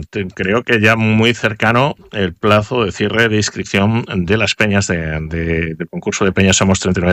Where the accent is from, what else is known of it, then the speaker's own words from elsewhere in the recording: Spain; cómo somos los españoles